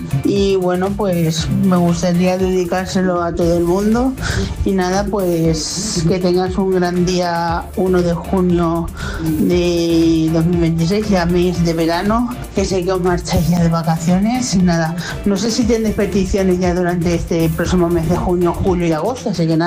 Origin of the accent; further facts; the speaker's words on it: Almagro, Castilla-La Mancha, Spain; de Almagro, Ciudad Real.